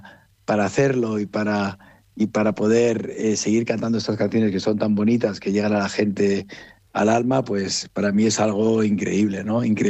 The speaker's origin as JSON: {"language": "Spanish", "country": "Spain", "said": "Y ahora tengo la gran suerte de poder cantarlas y poder traérselas a la gente aquí en mi tierra."}